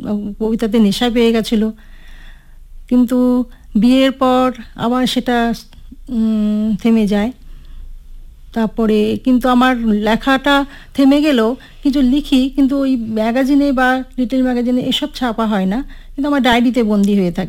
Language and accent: Bangla; Siliguri, West Bengal, India; moved away as an adult; now in Jalpaiguri, India; আমি জন্মসূত্রে শিলিগুড়িতে থাকতাম, এখন আমার বিয়ে হয়েছে জলপাইগুড়িতে, ওখানেই লেখাপড়া, শিলিগুড়িতেই লেখাপড়া, ওখানেই কলেজ।